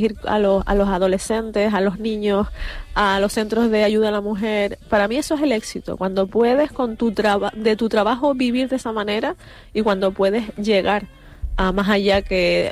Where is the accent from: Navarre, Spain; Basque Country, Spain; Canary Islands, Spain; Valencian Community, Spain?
Canary Islands, Spain; accent: Canarian; Es verdad que mi acento canario y la gente que me vea, soy mulata, pero mi padre es palmero.